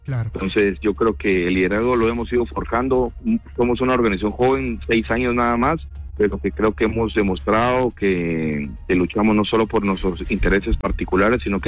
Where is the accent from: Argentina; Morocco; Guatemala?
Guatemala; único que no es rígido son los costos de los extranjeros que nos imponen aquí a los guatemaltecos, y somos los guatemaltecos los que pagamos las utilidades de estos extranjeros que vienen aquí a Guatemala